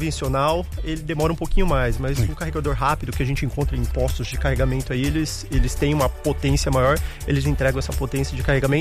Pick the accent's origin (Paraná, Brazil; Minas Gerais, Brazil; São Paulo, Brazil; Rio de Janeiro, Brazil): São Paulo, Brazil; eu sou do interior de São Paulo também